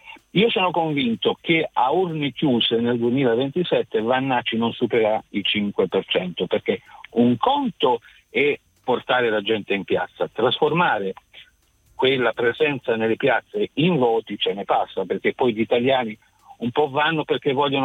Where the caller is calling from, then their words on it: Rimini, Emilia-Romagna, Italy; Chiamo dalla provincia di Rimini, anche se le mie origini sono pugliesi.